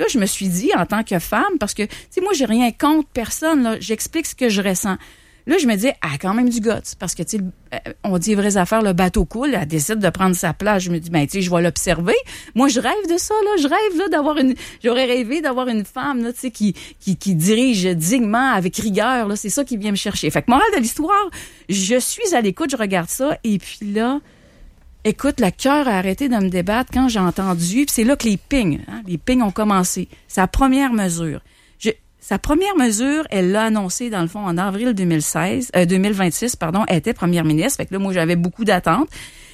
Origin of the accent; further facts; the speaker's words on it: Quebec City, Quebec, Canada; Oui, à Québec. Je viens de Charlebourg.